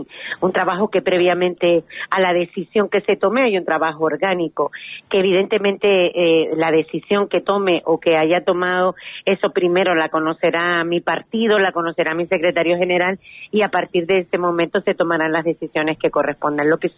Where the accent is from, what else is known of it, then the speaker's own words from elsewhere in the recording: Lanzarote, Canary Islands, Spain; es con mi isla y con mi tierra.